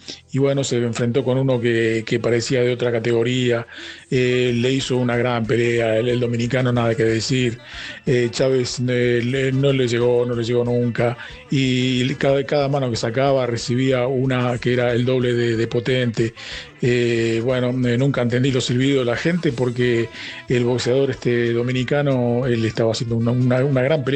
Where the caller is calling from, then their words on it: La Matanza, Buenos Aires Province, Argentina; de La Matanza.